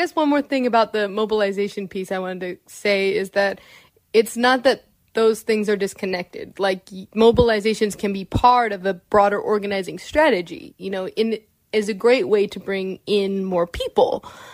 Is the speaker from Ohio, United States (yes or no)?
no; Hemet, California, United States; I grew up in the Inland Empire. I'm from Hemet.